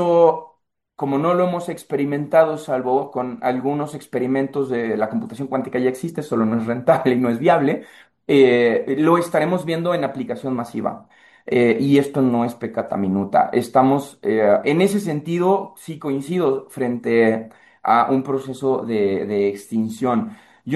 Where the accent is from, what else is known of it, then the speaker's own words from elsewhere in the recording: Mexico; aún siendo mexicanos